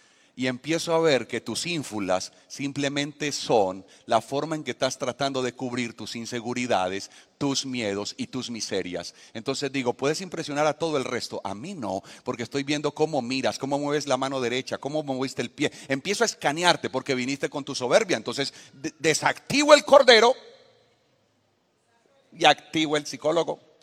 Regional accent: Colombia; con sangre colombiana. Entonces yo le dije, vengo de la mejor tierra, de Colombia

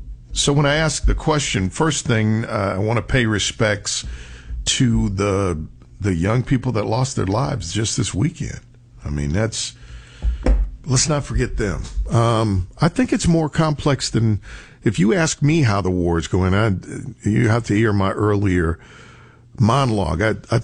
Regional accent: United States; I'm an American citizen. I'm a taxpayer.

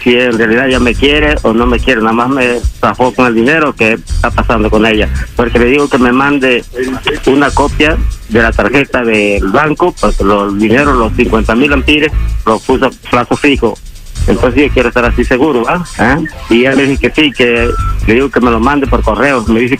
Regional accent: Guerrero, Mexico; No, yo soy de Guerrero, México.

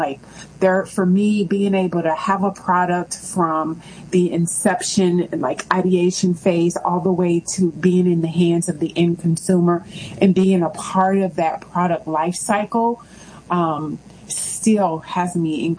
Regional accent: Orlando, Florida, United States; Yeah, so I am actually from Central Florida, right there in Orlando is where I grew up, and definitely enjoyed being there.

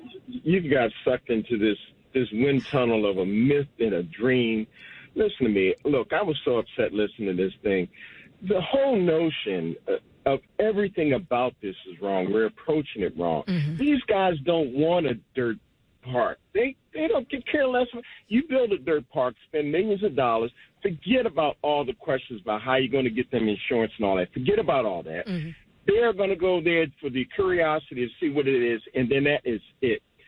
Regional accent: Baltimore, Maryland, United States; I'm a black man. Mm-hmm. I was raised in Baltimore, in the hood

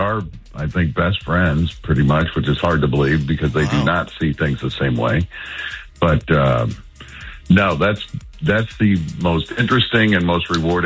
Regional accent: Millstadt, Illinois, United States; now in St. Louis, United States; I grew up in the east side. I'm from Millstadt, Illinois, and that's why I'm calling in today.

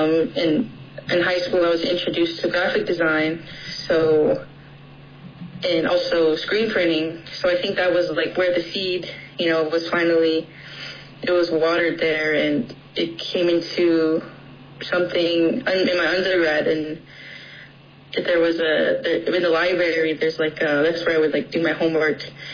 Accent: Leupp, Arizona, United States; also born or lived in Second Mesa; I'm from Loop, so not too far down the road from Hopi. I'm Hopi and Navajo. I'm from Second Mesa, from Sapulpe

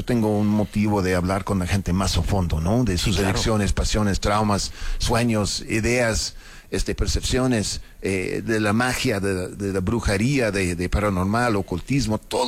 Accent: Mexico City, Mexico; Soy chilango con acento, pues yo qué hago, ¿no?

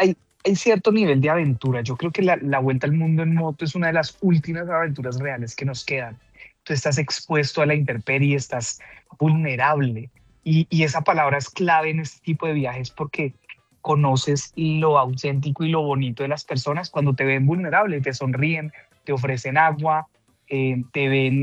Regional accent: Colombia; yo quiero mucho a mi país

